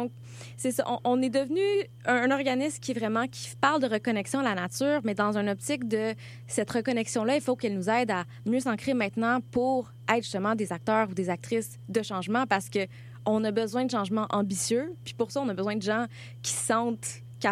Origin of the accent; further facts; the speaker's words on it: Quebec, Canada; moved away as an adult; now in Montreal, Canada; Moi, je viens de Montérégie, de comme, autour de nous, c'est juste des champs de maïs.